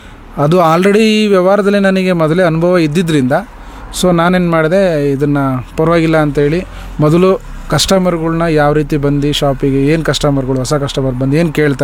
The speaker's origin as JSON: {"language": "Kannada", "region": "Karnataka", "country": "India", "tie": "born there", "also_born_or_lived": "Kalgangur", "said": "So ನಾನು ಹುಟ್ಟಿದ್ದು ಮೂಲತಃ ನವಲೆ, ಬೆಳೆದಿದ್ದು ಇಲ್ಲೇ ಹಳ್ಳಿ ಒಂದು ಕುಗ್ರಾಮ ಕಲ್ಗಂಗೂರು ಅಂತೇಳಿ. ಸೊ ಅಲ್ಲಿ ನನ್ನ 5ನೇ ತರಗತಿ ತನಕ ವಿದ್ಯಾಭ್ಯಾಸ ಆಯಿತು. ಅಲ್ಲಿಂದ ಮತ್ತೆ ನಾನು ಇಲ್ಲಿ ನಾನು ಹುಟ್ಟಿದ ಸ್ಥಳಕ್ಕೆ ನವಲೆಗೆ ಬಂದೆ."}